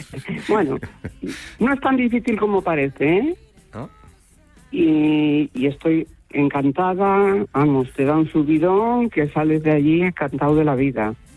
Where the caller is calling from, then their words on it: Maliaño, Cantabria, Spain; De un pueblecito muy cerca de Santander, que se llama Maliaño.